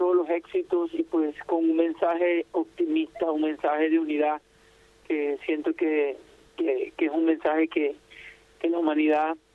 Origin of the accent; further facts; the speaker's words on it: Urumita, La Guajira, Colombia; Mi pueblo es un pueblo rico, lleno de músicos, no solamente desde familia, sino en cualquier casa tocan acordeón, en cualquier casa tocan guitarra, cantan, en fin. Urumita es un pueblo muy, muy